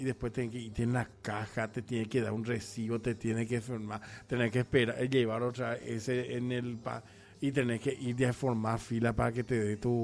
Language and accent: Spanish; Paraguay; Así pues de boludos somos nosotros los paraguayos.